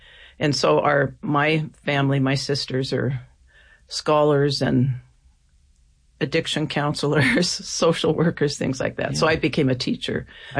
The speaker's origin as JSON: {"language": "English", "area": "Flathead Reservation", "region": "Montana", "country": "United States", "tie": "born or raised there", "said": "I'm a citizen of the Confederated Salish and Kootenai tribes. So born and raised there, grew up there."}